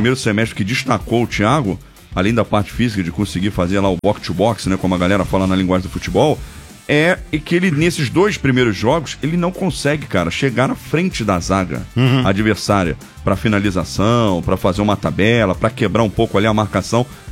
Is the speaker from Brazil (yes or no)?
yes; Rio de Janeiro, Brazil; moved away; also born or lived in Salvador / Espírito Santo / Belo Horizonte; Não, eu sou carioca, mas morei em 6 anos.